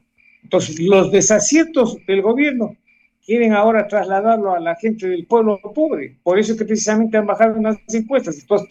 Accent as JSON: {"language": "Spanish", "country": "Ecuador"}